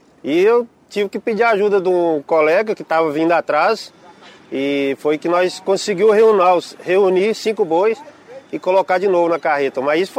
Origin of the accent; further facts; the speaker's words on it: Goiás, Brazil; Sou goiano, moro em Goiás, Uruaçu, né? Interior de Goiás aqui.